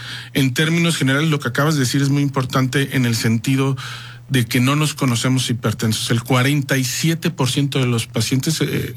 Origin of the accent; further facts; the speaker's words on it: Veracruz, Mexico; Yo soy de Veracruz